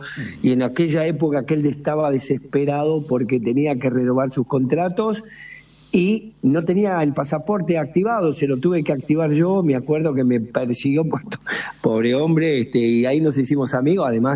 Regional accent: Avellaneda, Buenos Aires Province, Argentina; now in Berazategui, Argentina; estoy acá en Buenos Aires. Yo nací en Avellaneda y con la comunidad del Loque, del Loc Sur.

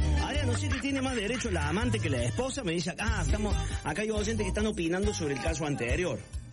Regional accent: Malvinas Argentinas, Córdoba, Argentina; soy de Malvinas, Argentina, de Córdoba.

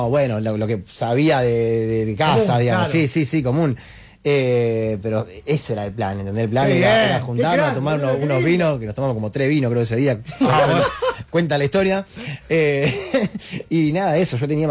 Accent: Litoral, Argentina; Yo soy del litoral.

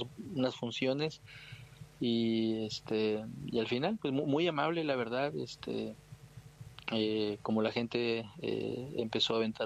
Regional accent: Mexico; Ah, pues mira, obviamente, pues como mexicano quiero que siempre le vaya bien a México, ¿verdad?

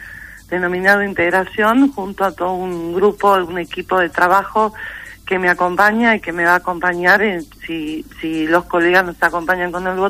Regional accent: Olavarría, Buenos Aires Province, Argentina; Olavarría, que es de la ciudad de la cual yo soy nativa

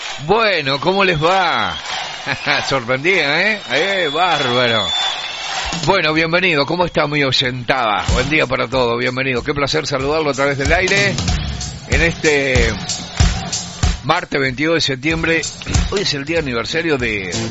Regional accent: Urdinarrain, Entre Ríos, Argentina

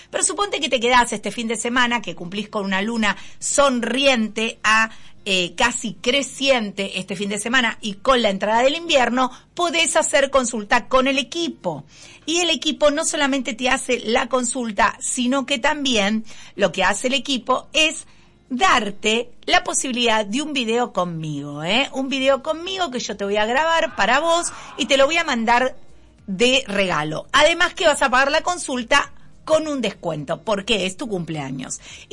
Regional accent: Buenos Aires, Argentina; yo también soy reporteña

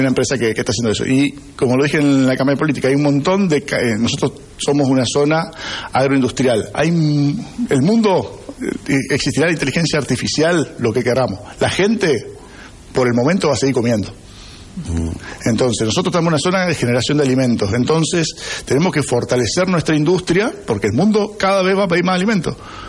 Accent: Argentina; now in Reconquista, Argentina

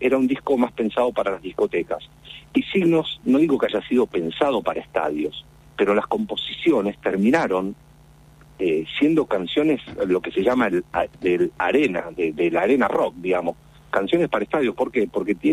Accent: Rosario, Santa Fe, Argentina; yo soy de Rosario

